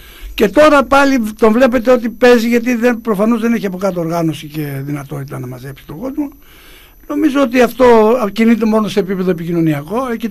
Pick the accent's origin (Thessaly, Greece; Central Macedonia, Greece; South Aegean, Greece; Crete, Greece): South Aegean, Greece; Kos; Η Κόσα, ας πούμε, που είμαι το νησί μου